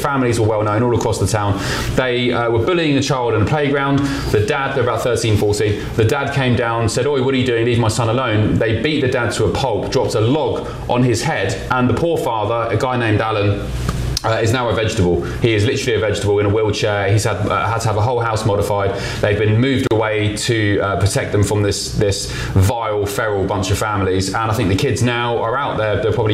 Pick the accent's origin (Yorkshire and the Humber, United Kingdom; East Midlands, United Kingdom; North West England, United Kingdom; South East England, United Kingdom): South East England, United Kingdom; there was an incident in my hometown in Sussex some years ago.